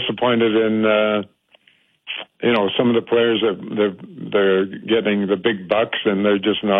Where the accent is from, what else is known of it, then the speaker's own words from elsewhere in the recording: Canada; also born or lived in England; I was born in England, played soccer, came to Canada at age 9 in 1948, so that I can tell you how old I am.